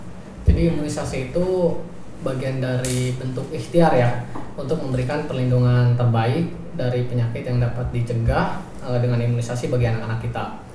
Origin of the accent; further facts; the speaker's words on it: West Java, Indonesia; Jadi kalau bahasa Sundanya, karena kita Sunda banget ya gitu ya